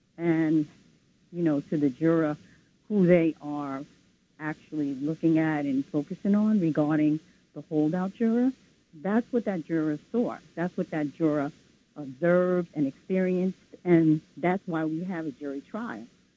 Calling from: New York City, New York, United States; I'm calling in from Brooklyn, New York.

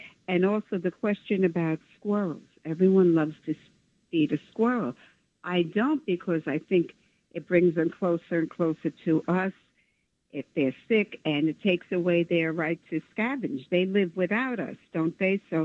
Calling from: New York City, New York, United States; from the Bronx.

